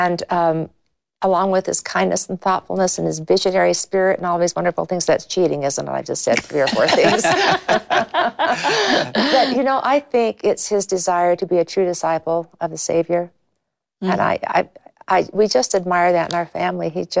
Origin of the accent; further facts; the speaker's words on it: California, United States; And growing up in California, not a world that was always easy to live as members of the church.